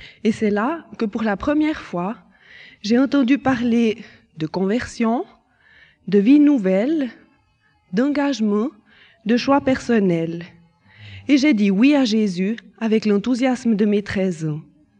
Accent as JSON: {"language": "French", "town": "Lausanne", "region": "Vaud", "country": "Switzerland", "tie": "born there", "said": "Je suis née à Lausanne et j'ai été baptisée dans la foi catholique. En famille, nous allions tous les dimanches à la messe."}